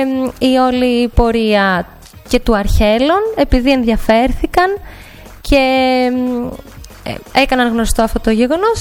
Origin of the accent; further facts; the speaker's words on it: Amaliada, Western Greece, Greece; now in Zakynthos, Greece; Εγώ είμαι από τη Δυτική Πελοπόννησο, από την Αμαλιάδα.